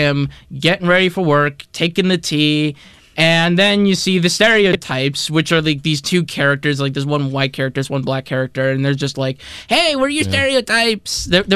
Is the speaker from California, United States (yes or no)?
no; New York, United States; And I knew that this was shot in Boston because, like, I'm from New York, so there were no, like, homeless men on the subways.